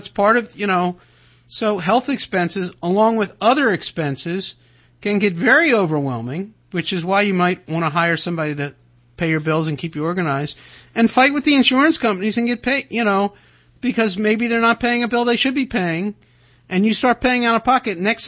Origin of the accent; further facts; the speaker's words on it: Baltimore, Maryland, United States; moved away; I grew up in Baltimore